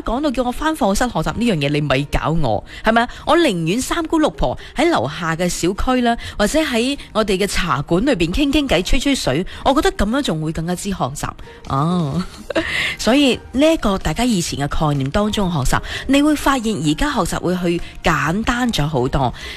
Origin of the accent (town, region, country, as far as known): Guangdong, China